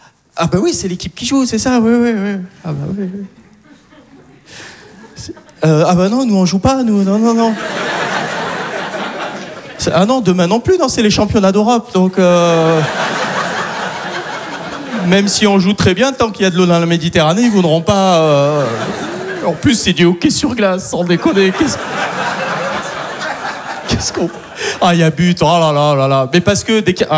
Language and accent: French; Algeria; donc je suis content d'être, et je le dis d'ailleurs allègrement que je suis algérien, je sais, ça se voit pas forcément, j'ai pas de drapeau.